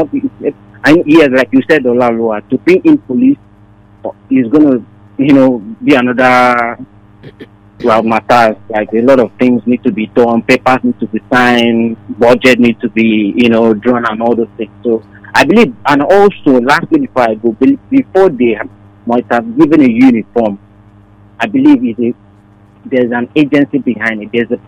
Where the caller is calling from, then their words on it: Nigeria; Yeah, I'm calling from Nigeria right now.